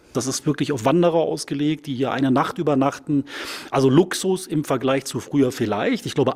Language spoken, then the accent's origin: German; Saxony-Anhalt, Germany; Ich komme aus Sachsen-Anhalt. Ich hätte mir in meiner Kindheit nicht träumen lassen, jemals überhaupt den Brocken so zu sehen.